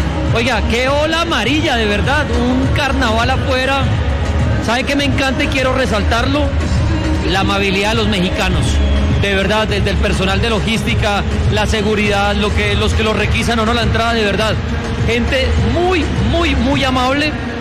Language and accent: Spanish; Colombia; muy bien por los colombianos, representando muy bien a nuestro hermoso país